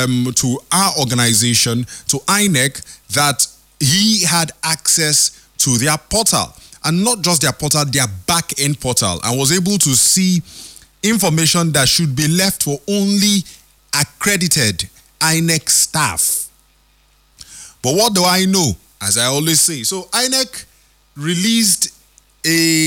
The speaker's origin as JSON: {"language": "English", "country": "Nigeria", "said": "He's Nigerian, I'm Nigerian."}